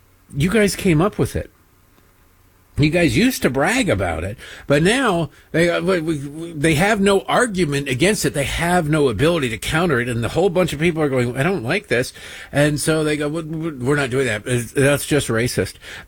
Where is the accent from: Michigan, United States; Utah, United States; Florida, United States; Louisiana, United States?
Michigan, United States; I know, I'm a wuss. I grew up in Michigan, though. I ain't used to this.